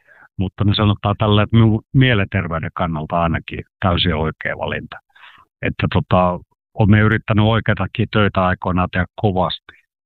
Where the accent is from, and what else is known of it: Karelia, Finland